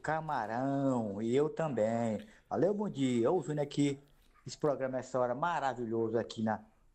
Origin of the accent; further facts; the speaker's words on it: Maranhão, Brazil; now in Roraima, Brazil; Ouvinte do programa Brasil Rural … de Roraima. Eu, como um bom maranhense, ouvindo esse reggae maravilhoso, lembrei lá da Ilha do Amor.